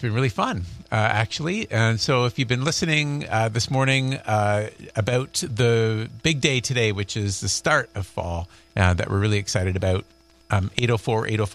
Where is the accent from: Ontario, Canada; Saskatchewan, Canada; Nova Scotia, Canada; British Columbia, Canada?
Ontario, Canada; Hamilton; When I was a kid, I grew up in Hamilton